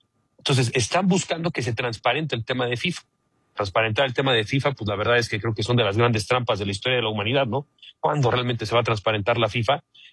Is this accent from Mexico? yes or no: yes; Mexico; Lo recibimos como somos los mexicanos